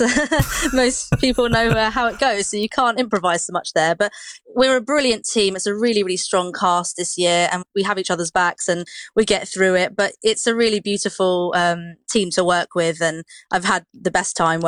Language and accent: English; East of England, United Kingdom; I'm actually from Bedfordshire, so it's sort of my home venue in a way.